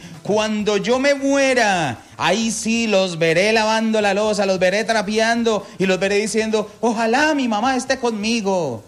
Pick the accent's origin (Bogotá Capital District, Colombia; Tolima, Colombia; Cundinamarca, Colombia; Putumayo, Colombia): Tolima, Colombia; mi papá y mi mamá son de sangre boyacense. O sea, yo soy del Tolima, pero tengo sangre de Boyacá también.